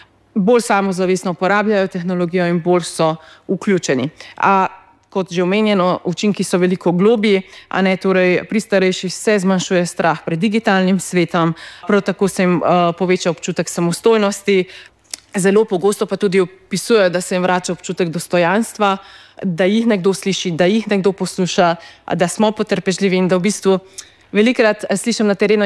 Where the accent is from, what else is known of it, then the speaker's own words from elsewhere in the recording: Southeast Slovenia, Slovenia; sama prihajam iz Dolenjske, iz neke vasice